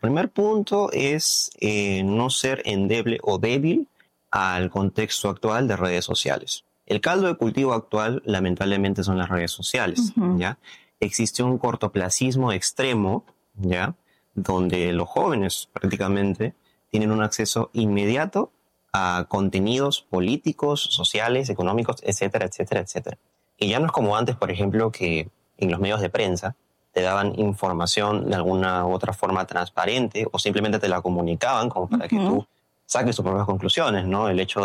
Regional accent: Peru

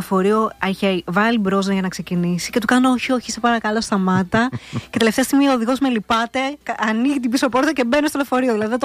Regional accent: Thasos, East Macedonia and Thrace, Greece; Ναι, ναι, ναι. Η καταγωγή μου είναι από τη Θάσου.

